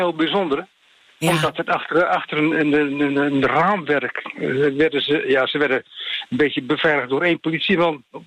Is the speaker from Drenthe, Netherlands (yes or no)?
yes; Gasselternijveen, Drenthe, Netherlands; Ik ben oorspronkelijk opgegroeid in Gasselte Nijveen, dus een dorpje verderop.